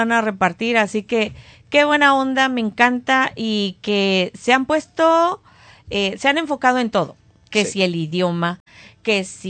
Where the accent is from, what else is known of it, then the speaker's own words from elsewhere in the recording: Mexico; Recordemos que somos bastantes mexicanos.